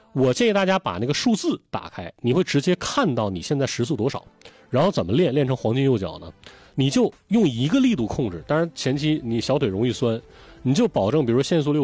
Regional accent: Anshan, Liaoning, China; moved away; 我的老家是鞍山

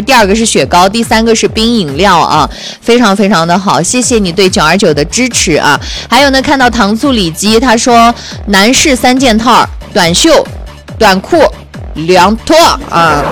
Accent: Xinjiang, China

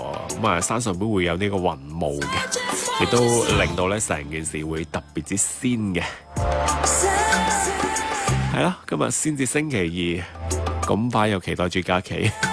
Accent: Guangdong, China

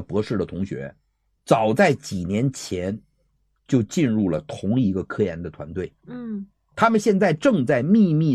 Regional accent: China; 这也证明了我们中国人的医疗水平，并不比别人差，

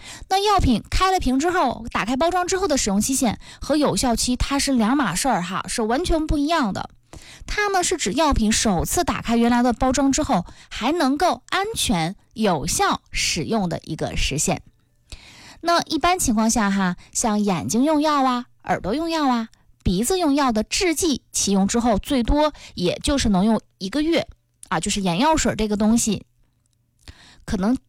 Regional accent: Northeast China, China; accent: Northeastern dialect; 用我们东北话说，这药物好像飞了啊

